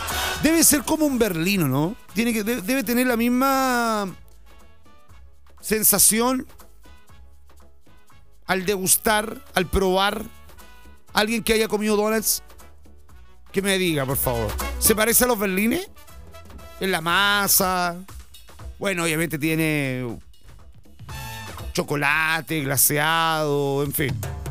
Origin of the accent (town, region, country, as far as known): Chile